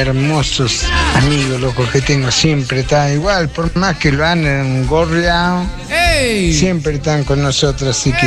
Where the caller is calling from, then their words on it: Andalgalá, Catamarca, Argentina; de Andagada, Catamarca